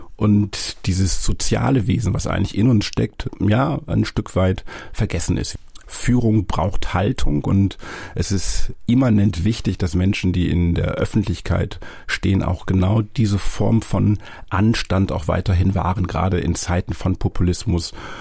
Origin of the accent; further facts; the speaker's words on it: Lower Saxony, Germany; Und ich würde als Norddeutscher sagen oder als Ostfriese sagen, wir kommunizieren ganz viel, auch wenn wir nicht viel sagen.